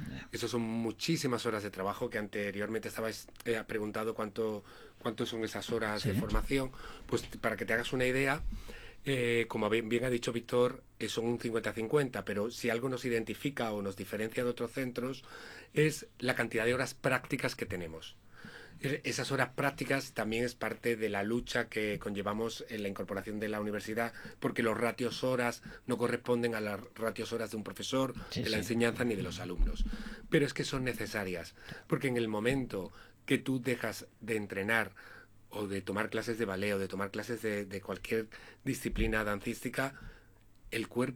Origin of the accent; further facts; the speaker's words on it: Seville, Andalusia, Spain; now in Madrid, Spain; Yo soy de origen sevillano, pero llevo aquí en Madrid 31 años, sí. Ya llevo bastante.